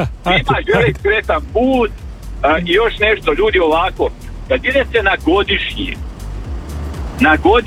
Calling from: Croatia; ja sam Hrvat. Ja sam hrvatski dragovoljac.

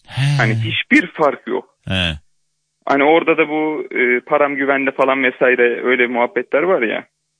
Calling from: Karabük, Turkey; Karabük'ten arıyorum.

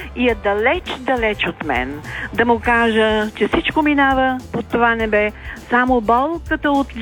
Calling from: Sofia, Sofia City, Bulgaria; съм от, от София.

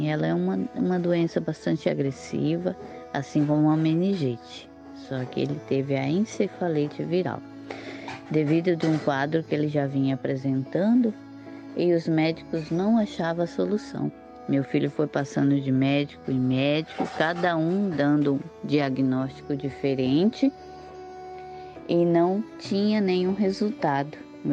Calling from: Mato Grosso do Sul, Brazil; falo aqui do Mato Grosso do Sul.

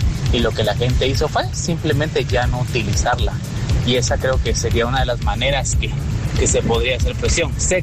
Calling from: Guatemala; como guatemaltecos nos levantemos.

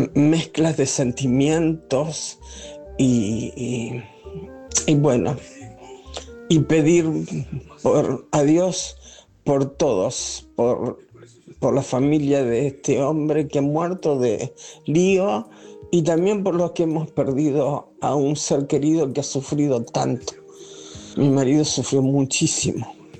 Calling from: Rosario, Santa Fe, Argentina; de Rosario, de la zona norte, muy cerca de donde se dieron todos los eventos hoy

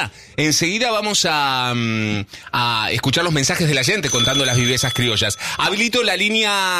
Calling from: Castelar, Buenos Aires Province, Argentina

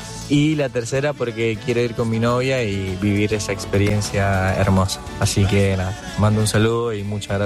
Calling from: Lynch, Buenos Aires Province, Argentina; de Lynch.

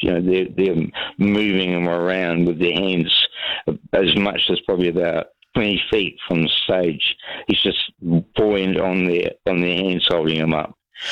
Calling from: Palmerston North, Manawatū-Whanganui, New Zealand

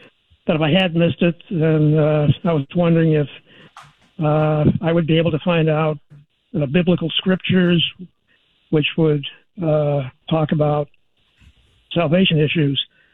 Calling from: Glendale, United States; I'm calling from the Glendale area.

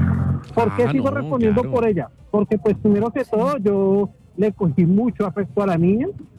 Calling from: Ibagué, Tolima, Colombia; te habla aquí de Ibagué, Tolima.

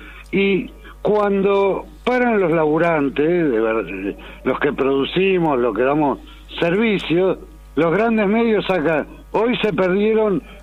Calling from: Córdoba, Argentina; como cordobés

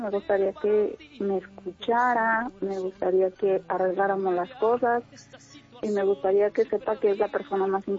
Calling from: Atizapán de Zaragoza, State of Mexico, Mexico; En Atizapán.

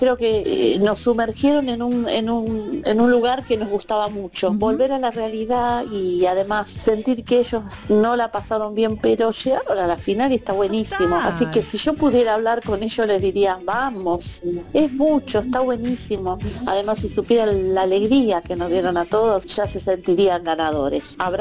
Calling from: Claypole, Buenos Aires Province, Argentina; Hola, Radio Digna, y … de Claypole.

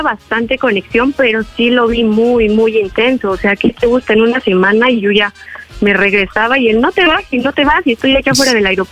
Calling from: Mexico City, Mexico; Soy de Ciudad de México y tengo 28 años.

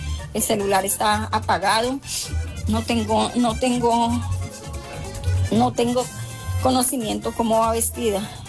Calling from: Boquerón, Colombia; yo vivo acá en Boquerón.

